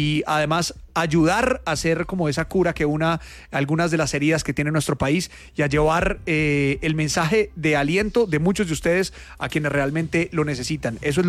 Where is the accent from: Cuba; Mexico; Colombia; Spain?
Colombia; que necesita la ayuda y la movilización de todos como colombianos.